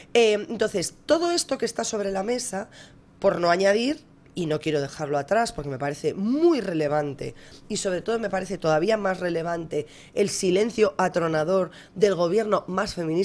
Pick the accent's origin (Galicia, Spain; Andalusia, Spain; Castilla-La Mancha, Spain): Galicia, Spain; como somos los gallegos